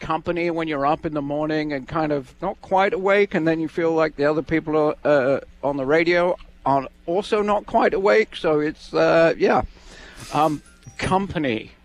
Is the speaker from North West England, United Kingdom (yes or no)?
no; South West England, United Kingdom; I grew up in Devon, which is the southwest corner, next to the bit, you know, Cornwall that sticks out into the sea, Land's End and all that stuff. We're the next one in Devonshire.